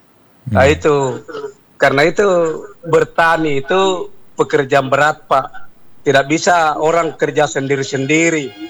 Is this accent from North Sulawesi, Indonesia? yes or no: no; South Sulawesi, Indonesia; Karena memang di dalam kita orang Bugis Makassar itu ada memang di dalam hancurnya sebuah negara